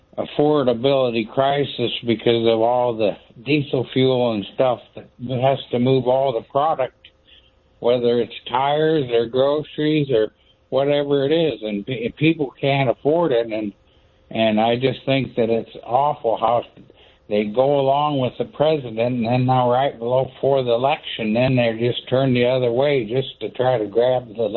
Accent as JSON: {"language": "English", "town": "Iowa City", "region": "Iowa", "country": "United States", "said": "from Iowa City"}